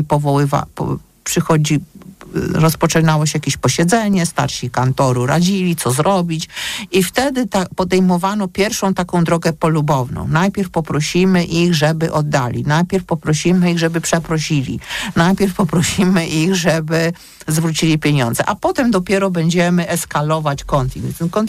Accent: Gdańsk, Pomeranian Voivodeship, Poland; jestem z Gdańska

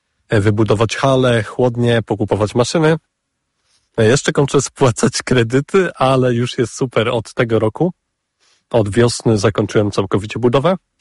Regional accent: Zamość, Lublin Voivodeship, Poland; Jestem z Zamościa, nie? Umówmy się, to nie jest najbardziej perspektywiczne miejsce

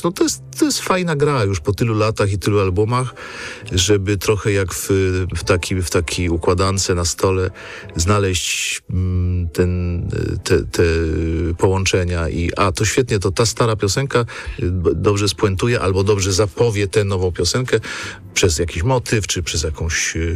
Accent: Kraków, Lesser Poland, Poland; już tylko ja i Szczerba jesteśmy z Krakowa w zespole

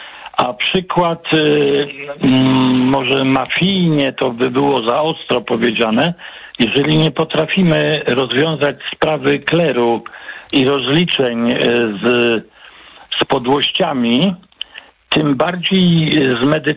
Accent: Poznań, Greater Poland Voivodeship, Poland; Rodowity Poznaniak

